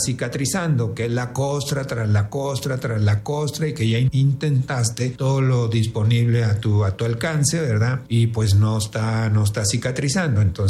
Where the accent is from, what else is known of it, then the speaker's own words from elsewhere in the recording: Delicias, Chihuahua, Mexico; y los que somos aquí de Delicias, que estaremos participando entonces en la campaña.